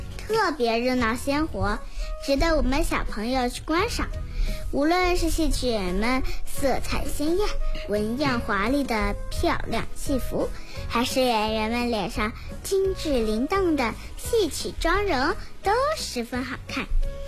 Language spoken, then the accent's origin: Chinese; Jinhua, Zhejiang, China; 我的家乡金华不仅有秀丽风光、特色美食，更有代代相传、闪闪发光的非遗瑰宝。